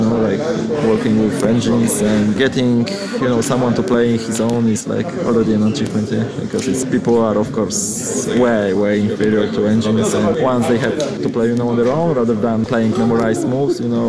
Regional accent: Poland; I'm Grand Ambassador from Poland.

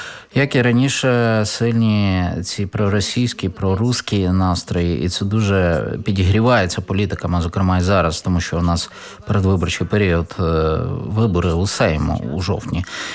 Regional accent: Latvia; first language Russian; Ukrainian is a second language; also born or lived in Mogilev Region, Belarus; Незважаючи на те, що я російськомовна, я вважаю себе латвійкою. А до 2022 року я про це взагалі не замислювалася. І зараз я, до речі, думаю про те, що у мене в паспорті моя етнічна приналежність позначена як білоруська.

